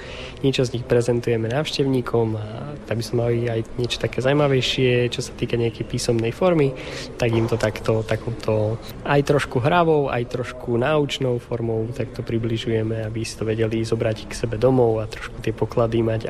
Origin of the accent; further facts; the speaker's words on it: eastern Slovakia, Slovakia; u nás na východnom Slovensku